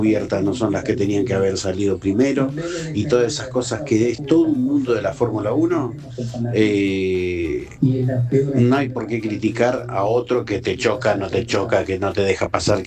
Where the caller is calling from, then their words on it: Neuquén, Argentina; Abrazo enorme desde Neuquén.